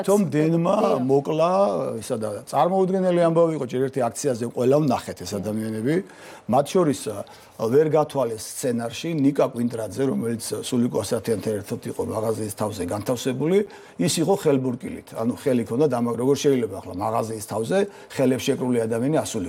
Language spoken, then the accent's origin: Georgian; Vani, Imereti, Georgia; მე წარმოშობით ვანიდან ვარ, იმ რაიონში მუშაობდი